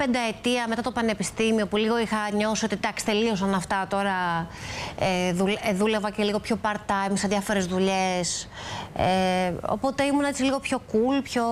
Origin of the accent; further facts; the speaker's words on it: Athens, Attica, Greece; Εγώ γεννήθηκα στην Αθήνα και μεγάλωσα στην Αθήνα.